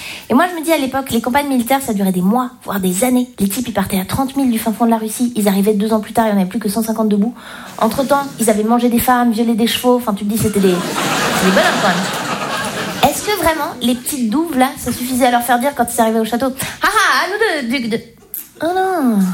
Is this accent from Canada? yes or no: no; Romandy, Switzerland; Donc moi, je viens de Suisse romande. Chez moi, on parle français. Mais en même temps, on n'a pas la même psychologie que les Français.